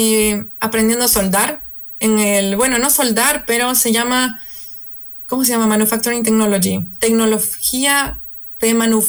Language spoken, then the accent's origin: Spanish; Ecuador; now in Warsaw, Poland; en mi año soy la única ecuatoriana que está estudiando ingeniería aeroespacial